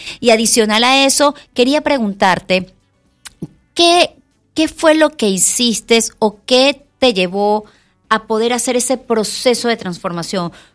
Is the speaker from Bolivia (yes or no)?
no; Venezuela; mi país, Venezuela